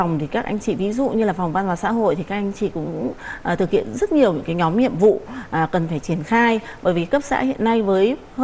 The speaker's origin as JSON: {"language": "Vietnamese", "region": "Hanoi", "country": "Vietnam", "tie": "born or raised there", "said": "Chúng tôi cũng là công dân là sống từ bé ở Hà Nội, lại còn ở phố cổ đấy."}